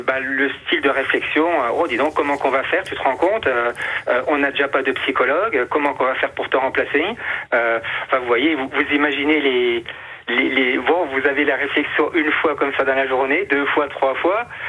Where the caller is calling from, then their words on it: Grand Est, France; je suis dans les Vosges.